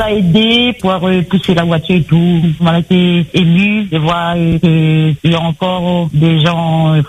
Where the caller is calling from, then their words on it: Saint-Paul, Réunion; J'habite à Saint-Paul.